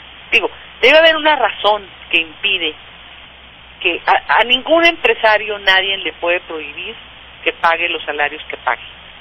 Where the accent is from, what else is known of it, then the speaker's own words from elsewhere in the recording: Chihuahua, Mexico; now in Ciudad Juárez, Mexico; Yo soy muy chihuahuense